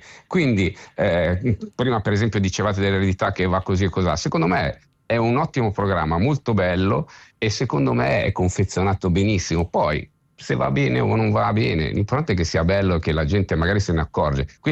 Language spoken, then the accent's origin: Italian; Milan, Lombardy, Italy; io sono di Milano